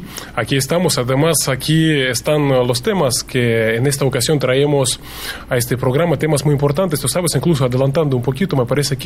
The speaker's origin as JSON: {"language": "Spanish", "country": "Russia", "said": "yo siendo ruso"}